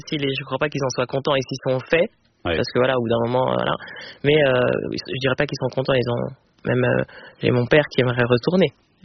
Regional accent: Villiers-le-Bel, Île-de-France, France; Je suis née à Clamart, mais j'ai grandi à Villers-le-Bel. Puis après, oui, pas mal de déménagement un peu partout en Île-de-France avec un point de chute dans 77.

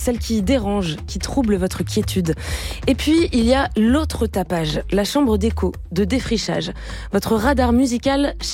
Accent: France; Moi, je pense que c'est précisément parce qu'on est français qu'on a le droit au choix de revendiquer, de détourner ou de questionner ces symboles.

